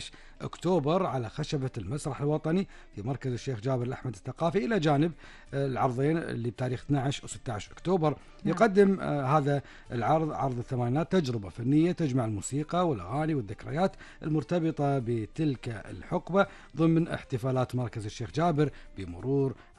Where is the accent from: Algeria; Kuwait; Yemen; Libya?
Kuwait; من أخبارنا في ديرتنا الحبيبة الكويت